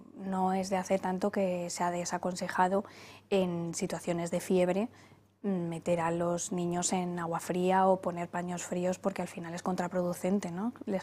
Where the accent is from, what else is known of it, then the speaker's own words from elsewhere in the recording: Tarancón, Castilla-La Mancha, Spain; Riánsares es el nombre de la Virgen de mi pueblo, de Tarancón.